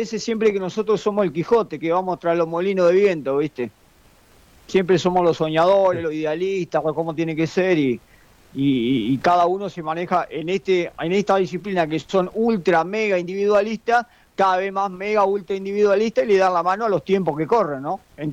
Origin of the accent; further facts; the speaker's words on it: Argentina; Nosotros somos argentinos, albiceleste, de corazón